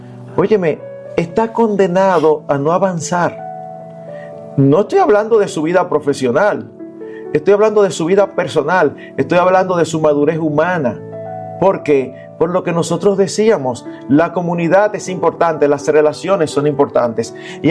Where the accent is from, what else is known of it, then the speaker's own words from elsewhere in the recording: Santo Domingo, Distrito Nacional, Dominican Republic; Eduardo, tú y yo crecimos aquí en Santo Domingo.